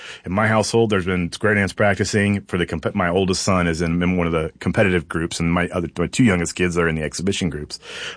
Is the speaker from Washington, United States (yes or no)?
no; Springdale, Arkansas, United States; I grew up real close to War Eagle. I grew up out on the Sonora side of Springdale.